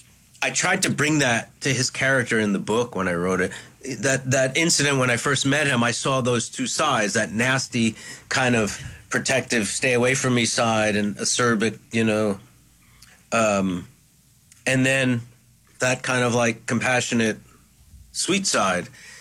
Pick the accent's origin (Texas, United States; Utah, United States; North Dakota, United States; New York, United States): New York, United States; we'd become friends as a fan, as a New Yorker, as a fellow artist